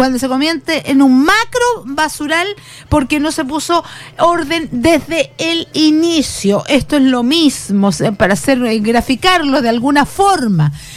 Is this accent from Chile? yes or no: yes; Chile